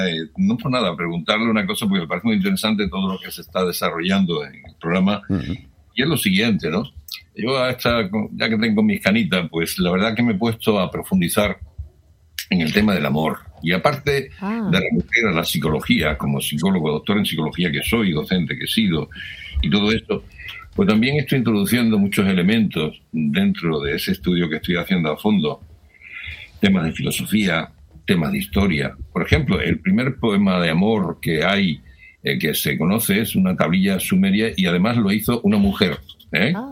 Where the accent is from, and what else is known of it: Huelva, Andalusia, Spain